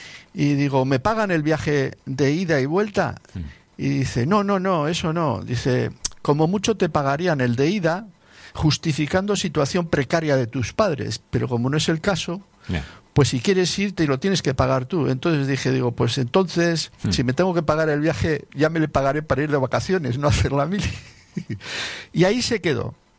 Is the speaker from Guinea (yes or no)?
no; San Andrés de Giles, Buenos Aires Province, Argentina; born there; moved away; No, no lo olvido. En primer lugar, bueno, porque es donde yo nací, lo quiero mucho, lo sigo queriendo, pero también mantuve relación por la familia que tengo allí